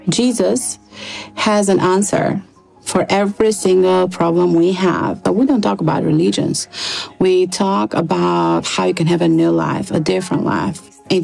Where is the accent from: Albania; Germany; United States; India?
Albania; I grew up in Albania. It was a communist country.